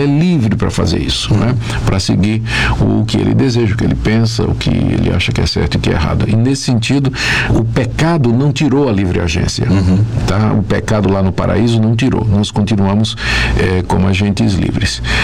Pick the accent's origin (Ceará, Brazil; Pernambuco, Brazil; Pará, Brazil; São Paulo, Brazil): Pernambuco, Brazil; Recife; A cidade onde eu cresci.